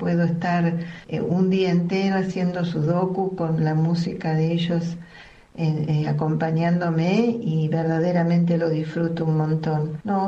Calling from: Buenos Aires, Argentina; de Devoto.

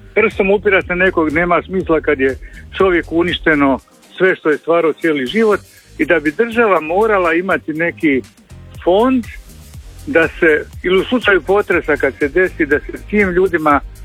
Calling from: Hrvatska Kostajnica, Sisak-Moslavina County, Croatia; ja sam iz Kostanice, znam kak je bilo u Petrinji

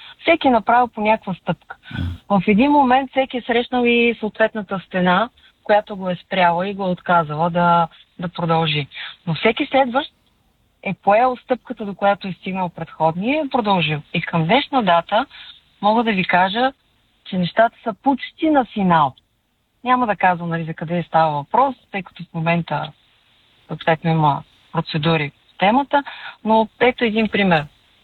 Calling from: Sofia, Sofia City, Bulgaria; от София съм пак.

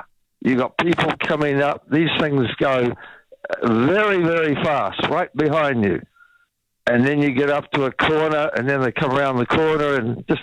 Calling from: Wellington, New Zealand; I'm ringing from Wellington.

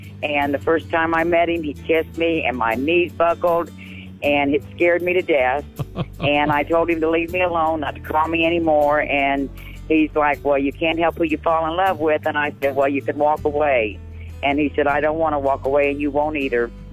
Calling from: Tennessee, United States; Good morning, John. I'm calling from Tennessee, and I really enjoy your show.

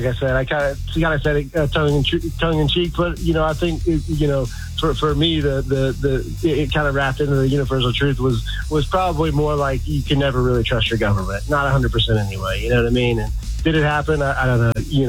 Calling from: Cleveland, Georgia, United States; Cleveland, Georgia, Mount Yona

